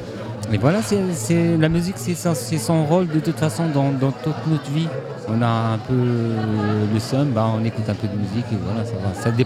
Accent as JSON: {"language": "French", "country": "Morocco", "said": "en tant que Marocain, on va dire qu'on est ouvert à toutes les cultures."}